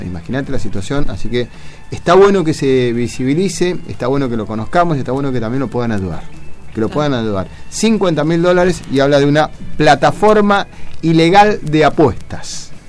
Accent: Mendoza, Argentina; somos mendocinos, cruzamos permanentemente

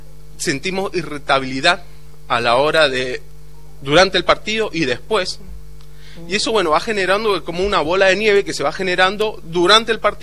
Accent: Argentina; como argentinos que somos.

